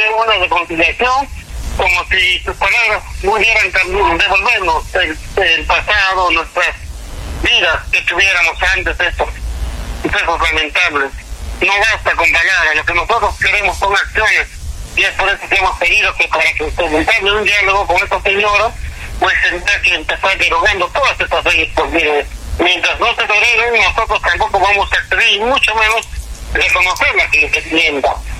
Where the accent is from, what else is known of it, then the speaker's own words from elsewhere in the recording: Peru; nosotros como peruanos